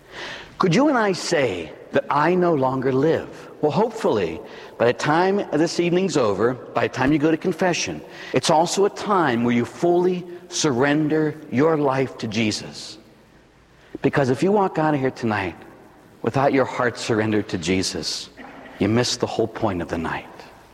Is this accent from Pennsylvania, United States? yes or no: yes; Pittsburgh, Pennsylvania, United States; I grew up in Pittsburgh. I'm a Pittsburgher, I say yin still.